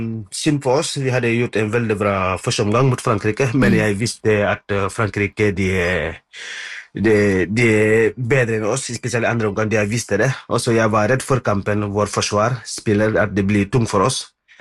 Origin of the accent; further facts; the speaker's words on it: Senegal; now in Norway; Jeg, og så, som sagt, jeg bodde her I Norge I mange år. Men jag kommer från Senegal. Det må jag inte glömma.